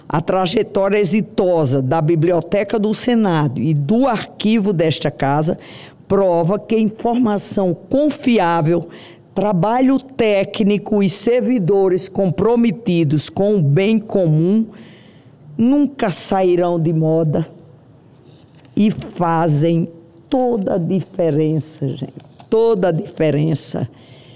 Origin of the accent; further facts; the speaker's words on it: Brazil; Porque eu sou de uma região do Siridó, que o Siridó é uma alimentação para a gente encher os olhos, o coração e tudo.